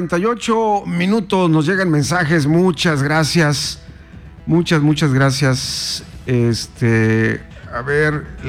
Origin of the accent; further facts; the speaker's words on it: Mexico; Yo soy mexicano